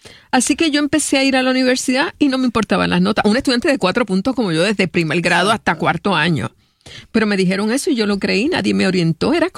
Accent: Cidra, Puerto Rico; moved away as an adult; yo también soy de Sidra.

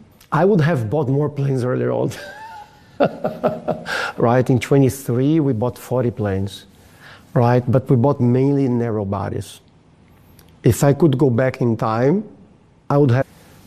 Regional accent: Brazil; English is a second language; So crisis for me, to be honest, is not a test. I come from Brazil, right? As an airline CEO in Brazil, 1 year exchange rate devaluation.

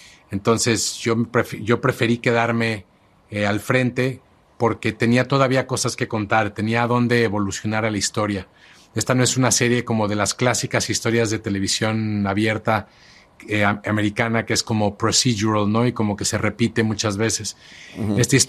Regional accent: Mexico; yo creo que estas cosas son una realidad en mi país, pero al mismo tiempo también con esta serie le muestro a mis hijos el México que podría llegar a ser

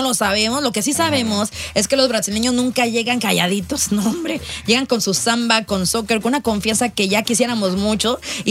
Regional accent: Mexico; Y yo también muy mexicana

